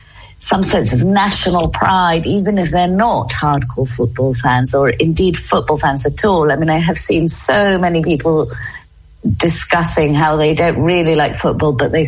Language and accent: English; Argentina; someone wouldn't charge me for sandwiches on a beach holiday about 25 years ago because I was from Argentina.